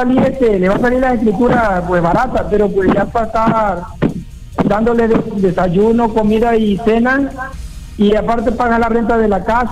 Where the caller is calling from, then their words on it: Tabasco, Mexico; Aquí cerca de Villahermosa.